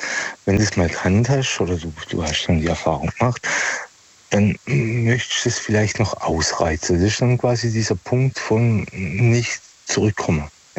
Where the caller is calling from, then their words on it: Pforzheim, Baden-Württemberg, Germany; Ja, da, von Pforzheimer Gegend.